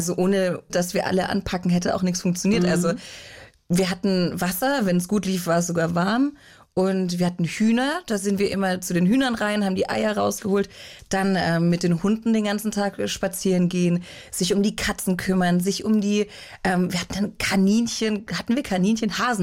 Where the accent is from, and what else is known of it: Rottweil, Baden-Württemberg, Germany; born or raised there; moved away; also born or lived in Deißlingen / Stuttgart / Berlin